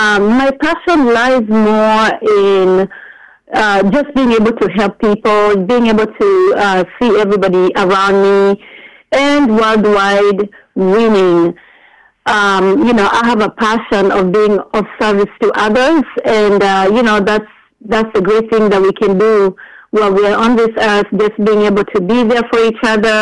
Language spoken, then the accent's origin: English; Kenya; now in Las Vegas, United States; I'm originally from Kenya. That's in East Africa.